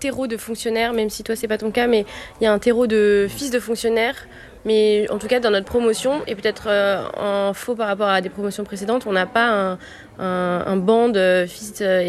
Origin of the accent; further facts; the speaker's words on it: Paris, Île-de-France, France; Moi, j'ai grandi à Paris. Ensuite, j'ai eu un parcours assez classique à Sciences Po à Paris.